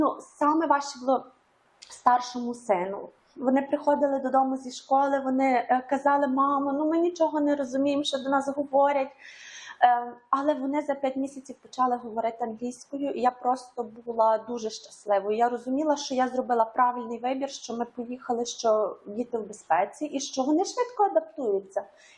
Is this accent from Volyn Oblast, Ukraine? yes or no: no; Monastyryska, Ternopil Oblast, Ukraine; moved away; Я родом з України, пишаюся цим, з Монастириська, Тернопільська область. Невеличке містечко, але я люблю його.